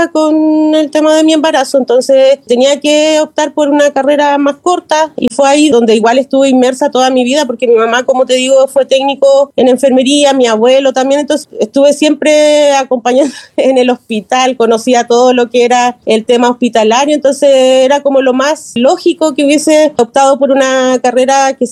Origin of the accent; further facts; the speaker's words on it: Valdivia, Los Ríos, Chile; yo soy de Valdivia, nací y criada acá en la ciudad de Valdivia. Mi vida ha estado acá en la región de Los Ríos.